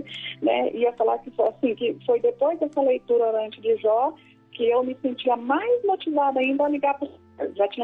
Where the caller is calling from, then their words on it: Juína, Mato Grosso, Brazil; Eu falo de Juína, no Mato Grosso.